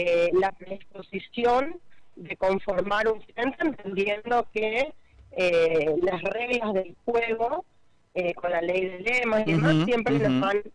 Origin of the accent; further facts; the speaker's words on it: Argentina; somos todos los argentinos